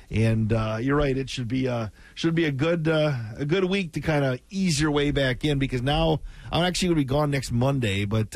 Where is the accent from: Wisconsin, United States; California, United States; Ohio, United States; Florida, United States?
Wisconsin, United States; Wisconsin Rapids; See, I grew up in Wisconsin Rapids, and some people call that up north.